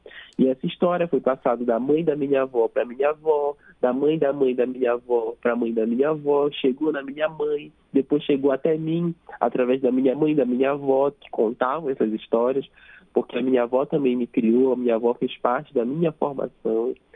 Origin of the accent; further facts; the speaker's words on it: Cachoeira do Arari, Pará, Brazil; A minha infância foi em Cachoeira do Arari, na Ilha do Marajó, cercada por esse verde, cercada pelos bichinhos da floresta, pelos peixes, pelos animais.